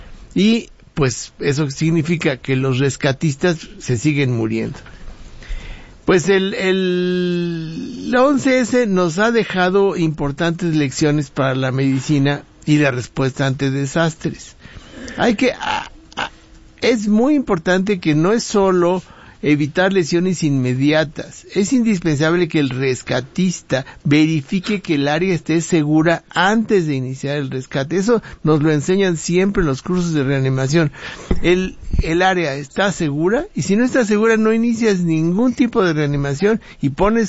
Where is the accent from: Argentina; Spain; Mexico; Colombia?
Mexico; Momoxpan, Puebla; nosotros que somos vecinos de Momoxpan, ahí.